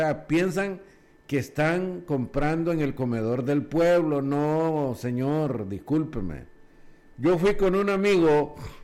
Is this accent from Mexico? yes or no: no; El Salvador